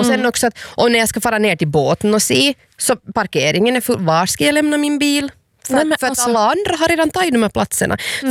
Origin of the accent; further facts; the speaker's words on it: Hanko, Uusimaa, Finland; moved away as an adult; also born or lived in Helsinki; now in Ingå, Finland; jag är från Hangö på riktigt.